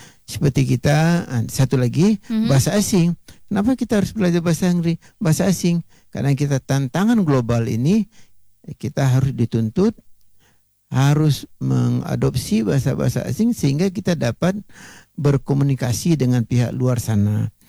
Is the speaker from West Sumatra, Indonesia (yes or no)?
yes; West Sumatra, Indonesia; now in Jakarta, Indonesia; kalau kita orang Minang ya kita ada di Jakarta sekarang banyak ya sekali-sekali kita komunikasi dengan anak-anak dalam bahasa Minang umpamanya.